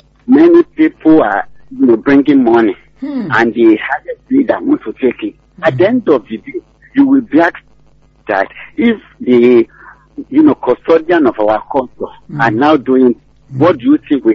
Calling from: Ijebu-Ode, Ogun, Nigeria; from Ijebu-Ode.

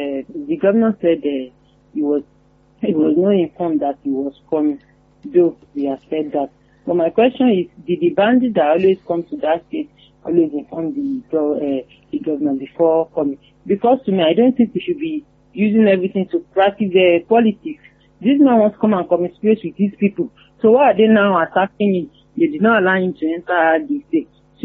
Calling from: Nigeria; from Okun.

